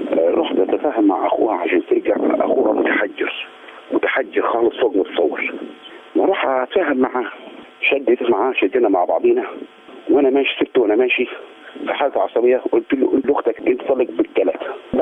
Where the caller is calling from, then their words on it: Asyut, Asyut Governorate, Egypt; أنا من أسيوط